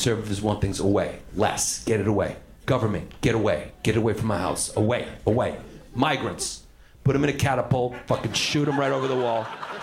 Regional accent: New York City, New York, United States; moved away as an adult; I grew up in Brooklyn, New York my whole life, you know? Grew up very liberal, left-wing. My mother was a human rights lawyer, and now I live in this like well-to-do country town, small town.

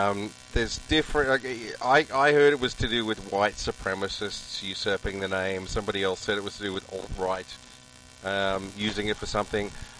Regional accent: Australia; now in Ottawa, Canada; I'm Australian. I've lived in Ottawa for 18 years.

